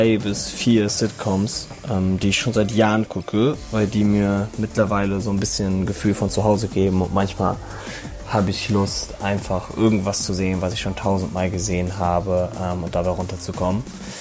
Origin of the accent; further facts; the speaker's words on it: Hamburg, Germany; Ich komme aus dem wunderschönen Hamburg.